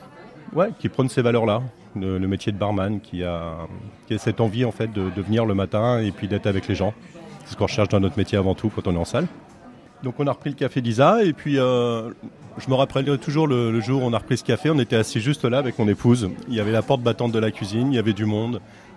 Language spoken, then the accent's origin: French; Rungis, Île-de-France, France; moved away as an adult; also born or lived in Canada; now in Touraine, France; J'ai exercé beaucoup à Paris puisque je suis natif de là-bas, je suis natif de Rungis. Donc j'ai exercé aussi à Rungis.